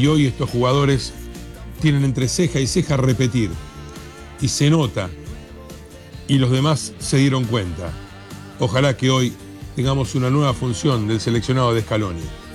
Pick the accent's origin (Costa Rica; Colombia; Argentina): Argentina